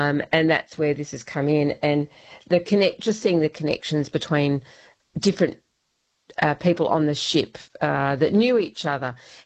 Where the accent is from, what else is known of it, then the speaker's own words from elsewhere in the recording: Boulder, Western Australia, Australia; And I'm from Boulder.